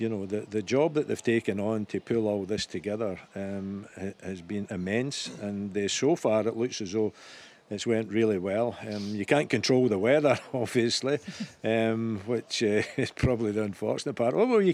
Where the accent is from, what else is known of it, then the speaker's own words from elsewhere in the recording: Scotland, United Kingdom; as Scottish fans.